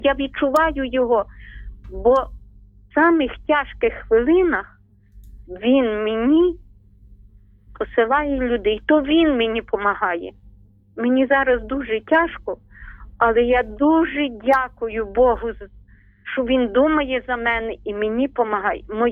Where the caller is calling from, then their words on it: Ternopil Oblast, Ukraine; Ми з України. Тернопільщина